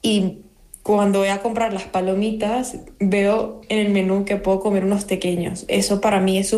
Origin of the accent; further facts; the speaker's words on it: Venezuela; now in Spain; soy venezolana, tengo en España aproximadamente 11 años.